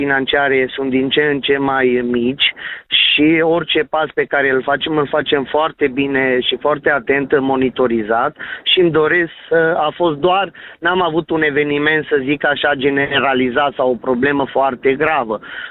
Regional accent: Romania; suntem români

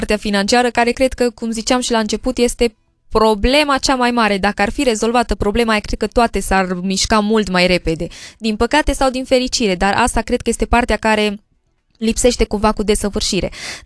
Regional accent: Romania; noi, ca și români, ca și popor, suntem cumva recunoscuți pentru faptul că suntem gospodari

